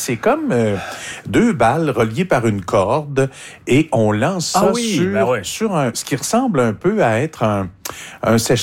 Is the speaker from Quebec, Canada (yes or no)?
yes; Quebec, Canada; Il y a 3 parcs éoliens situés chez nous, au Bas-Saint-Laurent, qui font partie de cette entente-là.